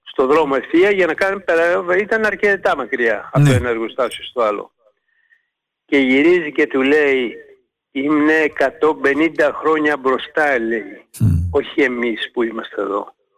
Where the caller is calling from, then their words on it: Mani, Peloponnese, Greece; είμαι μανιάτης με όλη τη σημασία της λέξης.